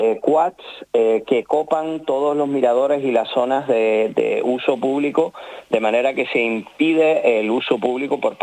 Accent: Tenerife, Canary Islands, Spain; A mí como tinerfeño eso me avergüenza

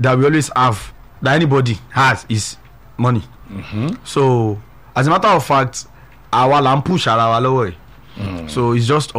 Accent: Abeokuta, Ogun, Nigeria; I hail from Abeokuta.

